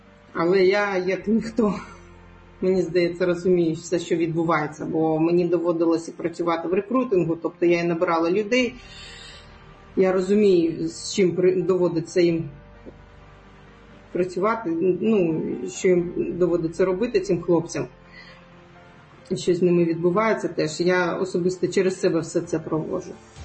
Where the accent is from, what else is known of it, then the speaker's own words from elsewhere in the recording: Crimea, Ukraine; moved away; мій дім – це Крим